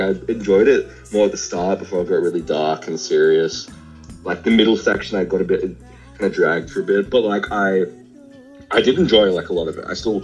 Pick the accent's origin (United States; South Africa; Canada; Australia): Australia; being Australian